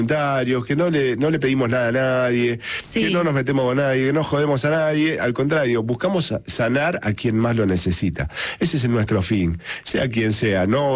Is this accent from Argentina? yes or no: yes; Argentina